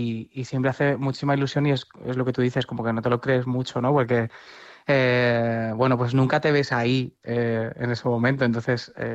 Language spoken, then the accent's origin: Spanish; Talavera de la Reina, Castilla-La Mancha, Spain; now in Madrid, Spain; Entonces, muchas veces no tienes la percepción de si en tu tierra, de donde vienes, se está sintiendo igual o lo están viendo igual. Y este tipo de premios, pues te hace sentir muy orgulloso y también. Yo siempre he hablado de Talavera